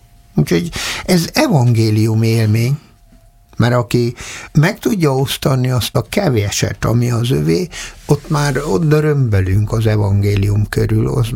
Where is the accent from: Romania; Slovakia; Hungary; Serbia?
Hungary; Budapest; born there